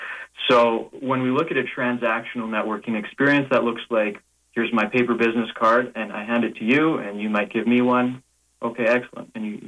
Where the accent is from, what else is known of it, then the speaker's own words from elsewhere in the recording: Canada; I'm a Canadian champion of beatboxing.